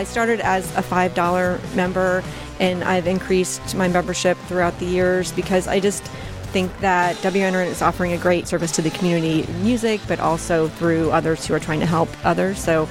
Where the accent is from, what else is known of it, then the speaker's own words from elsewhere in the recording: Richmond, Virginia, United States; I'm from Richmond, Virginia.